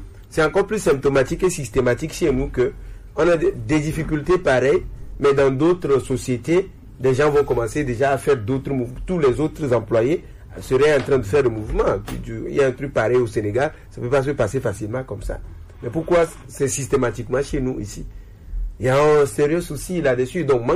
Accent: Togo; Les Togolais ne sont pas solidaires. Nous, Togolais, nous ne sommes pas vraiment solidaires.

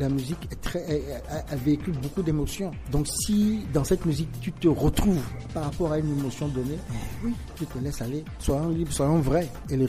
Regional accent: Togo; Tout d'abord, en tant que Togolais, en tant qu'Africain, dans le reggae, je retrouve une racine africaine indéniable.

